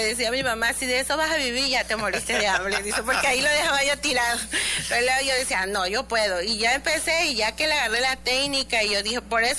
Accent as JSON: {"language": "Spanish", "region": "Yucatán", "country": "Mexico", "said": "De donde yo soy es diferente la blusa, que es de la zona Yucatán, lleva en medio lleva un cuadrito."}